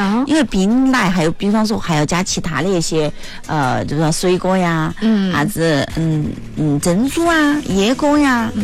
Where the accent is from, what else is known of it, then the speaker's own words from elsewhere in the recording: Northeast China, China; 我说我是东北的，你是哪一挂的？